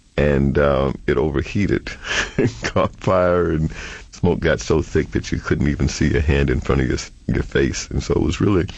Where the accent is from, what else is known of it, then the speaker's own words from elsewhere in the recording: Mobile, Alabama, United States; I grew up in Alabama. It was Mobile, Alabama. My father was a military veteran.